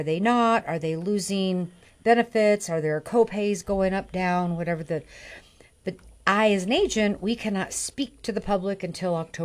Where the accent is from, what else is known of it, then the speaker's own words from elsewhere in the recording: Colorado, United States; Well, I'm licensed in California. You know, Colorado's my home state, but I'm licensed in about 11, 12 other states.